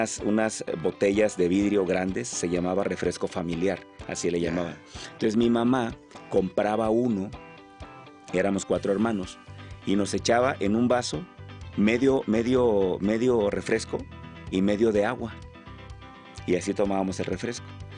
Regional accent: Acapulco, Guerrero, Mexico; soy acapulqueño, nací en Acapulco.

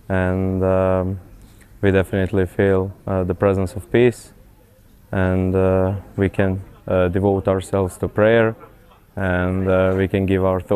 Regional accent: Croatia; I'm from Croatia.

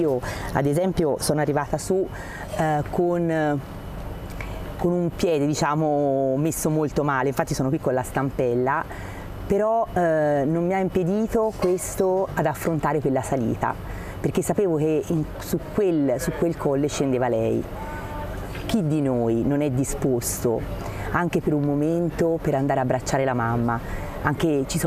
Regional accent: Siena, Tuscany, Italy; vengo da Siena

